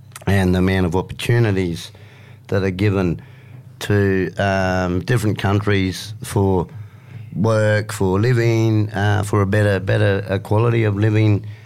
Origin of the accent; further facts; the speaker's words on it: Australia; being on our own country, being Australian